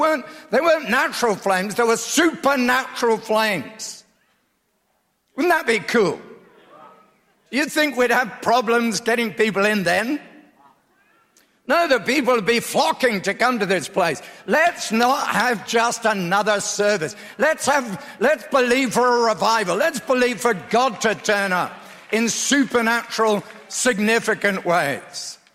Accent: England, United Kingdom; I'm English. I was a good Anglican.

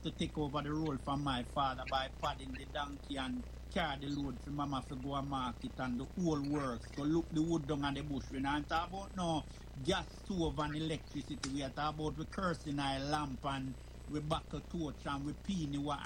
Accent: Clarendon, Jamaica; accent: strong Jamaican patois; moved away as an adult; now in United Kingdom; I was born and raised in Clarendon. Went to the Spalding's comprehensive secondary school, then now it's Spalding's High School. Migrated to the United Kingdom

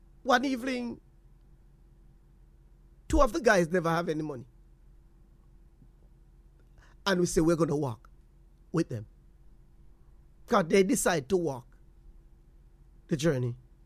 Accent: Portland Cottage, Clarendon, Jamaica; I remember when I was growing up in Portland Cottage.

